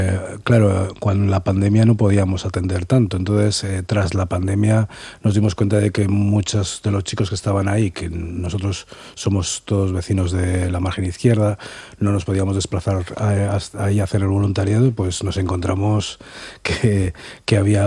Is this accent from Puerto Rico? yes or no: no; Valle de Trápaga-Trapagaran, Basque Country, Spain; nuestra sede es en Trápaga, porque nosotros somos todo, la mayoría somos de Trápaga.